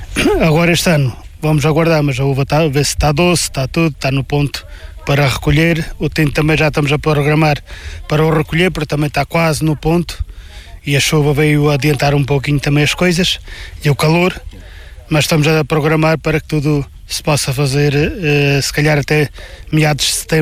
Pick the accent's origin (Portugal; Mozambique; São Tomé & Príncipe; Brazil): Portugal; Pedrógão, Centro; daqui da zona de Cernasta, da minha terra, da zona de Pedrógão.